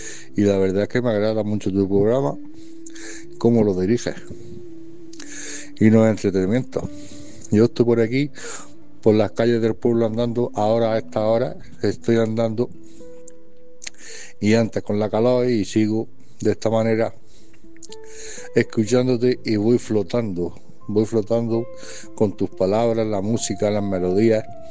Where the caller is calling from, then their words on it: Fuente Álamo, Region of Murcia, Spain; de Fuente Álamo, la región de Murcia.